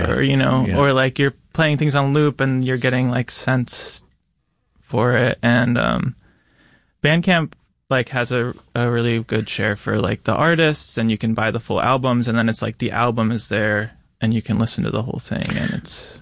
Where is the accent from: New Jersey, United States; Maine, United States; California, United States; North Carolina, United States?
New Jersey, United States; moved away as an adult; now in Rochester, United States; I'm from New Jersey originally. Mm-hmm. Upstate, and I moved here like 10 years ago or so, and kind of dropped into the music scene and fell in love with Rochester